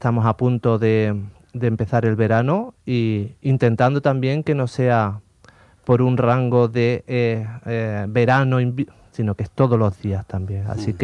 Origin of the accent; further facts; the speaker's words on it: Andalusia, Spain; Pues al final somos andaluces, estamos la comunidad que más horas de sol tenemos en España.